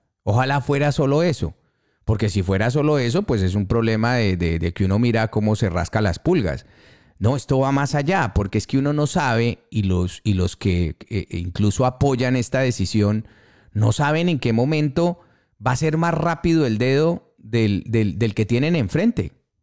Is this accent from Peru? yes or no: no; Colombia